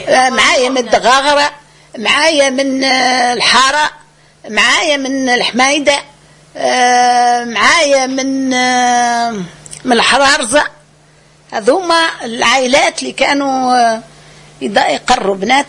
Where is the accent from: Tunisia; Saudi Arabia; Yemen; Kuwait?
Tunisia; Medenine; احنا كنا من الوادي التالي والمحله من الوادي القدام.